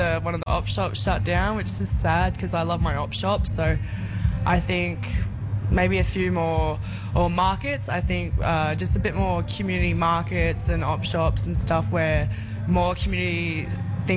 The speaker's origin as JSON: {"language": "English", "town": "Port Macquarie", "region": "New South Wales", "country": "Australia", "moved": "yes", "lives_now": "Coonabarabran, Australia", "said": "I am from Port Macquarie originally, from the coast, and so I didn't think I would actually like Coonabarabran at the start, but since living here"}